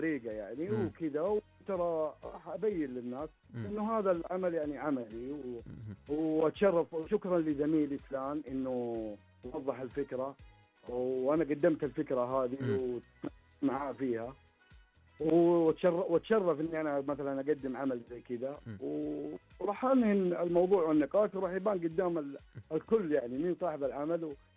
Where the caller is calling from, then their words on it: Yanbu, Medina Province, Saudi Arabia; من ينبع طال عمرك.